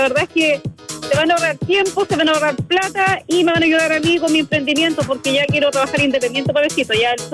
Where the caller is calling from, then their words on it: Quilicura, Santiago Metropolitan Region, Chile; de Quilicura.